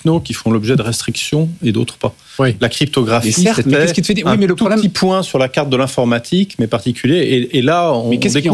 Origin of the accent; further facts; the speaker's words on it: France; en tant que Français